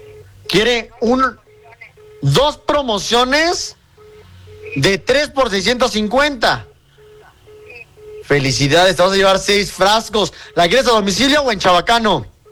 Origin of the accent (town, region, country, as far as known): Mexico